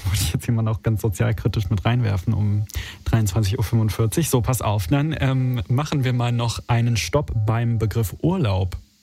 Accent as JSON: {"language": "German", "region": "Berlin", "country": "Germany", "said": "ich komme ja aus Berlin, ich kenne das nur in Berlin."}